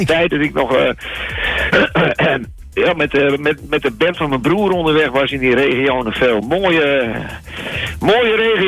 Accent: Groningen, Netherlands; born there; now in Amsterdam, Netherlands; Ik ben geboren in Groningen. Ik ben een half Groninger en een half Amsterdammer. Want ik woon de helft van mijn leven in Amsterdam. Een deel van mijn familie komt uit Amsterdam.

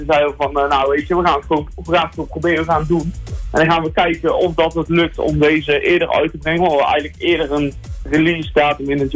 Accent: Breda, North Brabant, Netherlands; Ik kom uit het mooie Brabant, uit het mooie Breda

